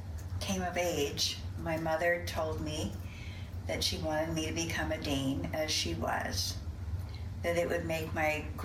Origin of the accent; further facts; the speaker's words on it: Philadelphia, Pennsylvania, United States; even though I grew up outside Philly.